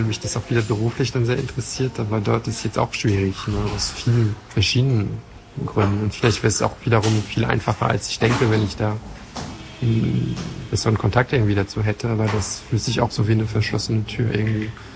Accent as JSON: {"language": "German", "country": "France", "second_language": "German", "moved": "yes", "lives_now": "Germany", "said": "ich war halt letzten Monat in Frankreich, in Urlaub bei meinen Eltern, weil ich komme ja aus Frankreich ursprünglich."}